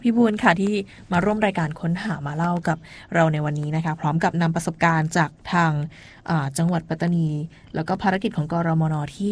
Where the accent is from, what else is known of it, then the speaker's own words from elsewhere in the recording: Ang Thong, Thailand; เป็นคนจังหวัดอ่างทอง